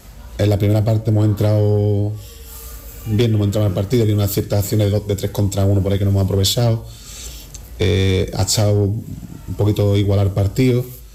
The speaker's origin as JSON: {"language": "Spanish", "town": "Jerez de la Frontera", "region": "Andalusia", "country": "Spain", "tie": "born or raised there", "said": "me he sentido querido aquí en mi club, en mi tierra y nada, me jode no haber podido seguir a la eliminatoria e intentar ascender con el club de mi ciudad, pero bueno, el fútbol tiene estas cosas. Estoy seguro que Jerez"}